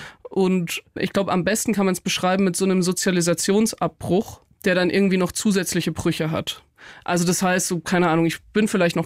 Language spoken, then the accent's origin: German; Nittenau, Bavaria, Germany; Ich meine, ich bin in Nittenau aufgewachsen. Es ist wirklich mitten im Bayerischen Wald, also in der Oberpfalz.